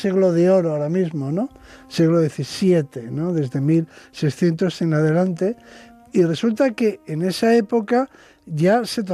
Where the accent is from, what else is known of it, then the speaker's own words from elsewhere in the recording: Bilbao, Basque Country, Spain; pero yo todavía he conocido de niño, en mi casa, en Bilbao, por ejemplo, no había frigoríficos